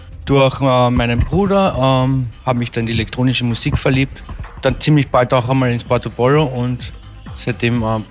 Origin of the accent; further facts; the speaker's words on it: Carinthia, Austria; moved away as an adult; also born or lived in Switzerland; now in Vienna, Austria; bin 32 Jahre alt, komme aus ursprünglich der Schweiz, in der Schweiz geboren und in Kärnten aufgewachsen und wohne jetzt seit 14 Jahren in Wien.